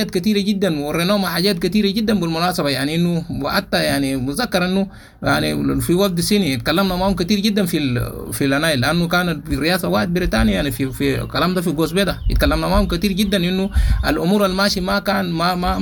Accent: Sudan; برغم إنه إحنا سودانيين وعارفينه كويس

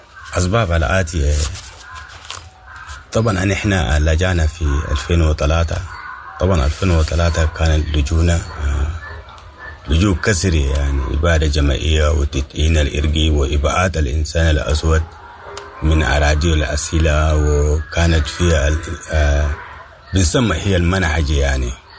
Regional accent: Sudan; نحن سودانيين وأفارقة

